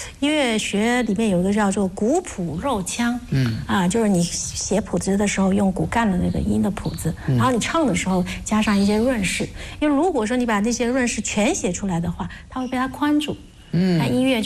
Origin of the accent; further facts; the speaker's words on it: Fujian, China; also born or lived in Quanzhou; 其实我们小时候的时候就是一直听那个蒲县戏长大的